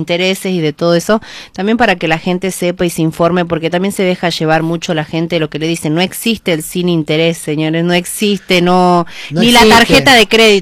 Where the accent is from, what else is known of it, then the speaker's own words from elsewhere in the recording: Salta, Argentina; Y somos salteños.